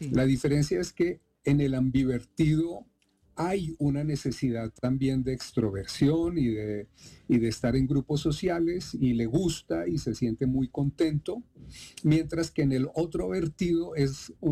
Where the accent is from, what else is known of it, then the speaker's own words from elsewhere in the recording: Bogotá, Colombia; Yo soy Rolo Chapinero Unoala, pero además soy colombiano y soy colombiano y pertenezco y me miran como colombiano aquí